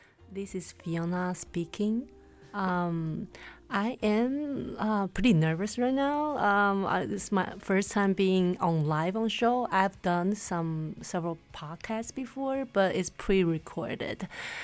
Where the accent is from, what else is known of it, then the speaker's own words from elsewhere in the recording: Taiwan; English is a second language; moved away as an adult; also born or lived in United States; now in Canada; I was originally from Taiwan, and I had an experience of living in the States where I was there for sophomore year and undergrads.